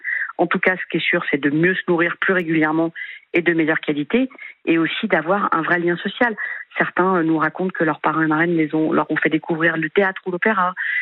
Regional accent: Lyon, Auvergne-Rhône-Alpes, France; Je suis une pure lyonnaise.

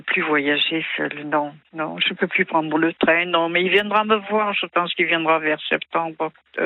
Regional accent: Toulon, Provence-Alpes-Côte d'Azur, France; born there; now in Six-Fours-les-Plages, France; moi je suis née ici, à Toulon, alors je voudrais rester ici.

